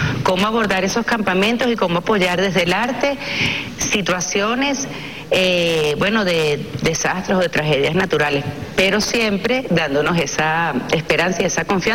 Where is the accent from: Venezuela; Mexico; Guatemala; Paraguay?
Venezuela; somos venezolanos